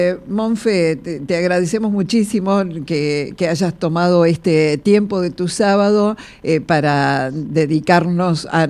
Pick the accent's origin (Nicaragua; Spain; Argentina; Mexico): Argentina